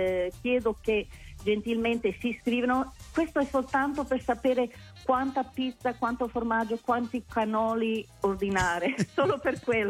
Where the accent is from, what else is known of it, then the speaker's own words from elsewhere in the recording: Quebec, Canada; Io sono di St. Leonard.